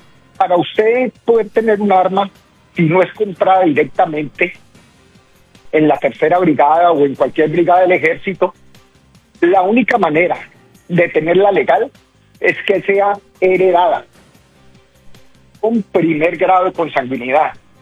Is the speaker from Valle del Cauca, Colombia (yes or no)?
yes; Palmira, Valle del Cauca, Colombia; Yo soy de Palmira Valle, Colombia, obviamente. Yo tengo arma más o menos desde los 18 años en Colombia, cuando murió mi padre, que éramos agricultores y panicultores del valle.